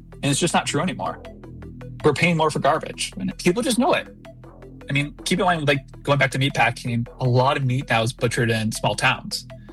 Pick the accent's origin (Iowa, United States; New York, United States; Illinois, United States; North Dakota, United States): Iowa, United States; Like, I'm from Iowa. Iowa used to be known, like the big history book in Iowa called it the Middlelands.